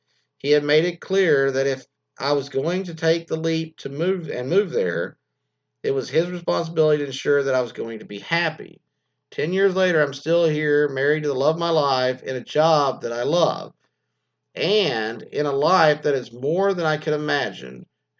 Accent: United States; now in United Kingdom; asked me where in the U.S. I was from because she recognized my accent, which shocked me because I didn't recognize hers.

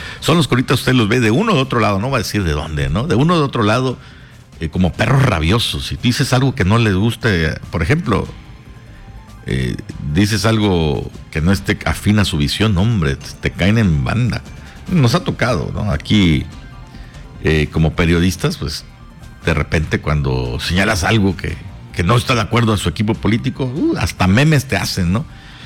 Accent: Mexico; extremadamente amables, así nos describen, extremadamente cálidos y extremadamente amistosos que somos los mexicanos.

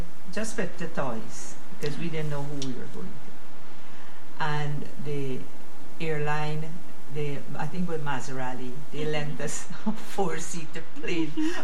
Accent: East Berbice-Corentyne, Guyana; I came from Region 6

